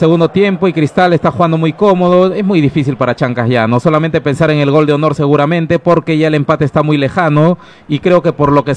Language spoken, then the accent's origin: Spanish; Huacho, Lima, Peru; now in Lima, Peru; yo también soy de Huacho, ya tengo algunos añitos por aquí en Lima.